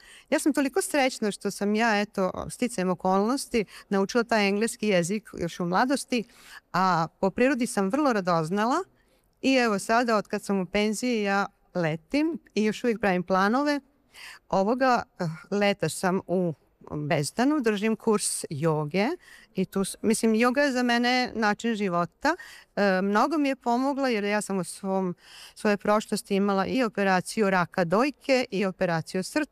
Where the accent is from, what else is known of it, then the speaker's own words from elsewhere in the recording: Sombor, Vojvodina, Serbia; dolazim iz Sombora.